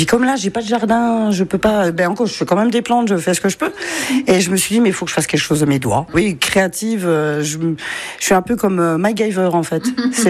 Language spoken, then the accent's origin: French; Faucompierre, Grand Est, France; moved away; j'ai grandi à Faucompierre.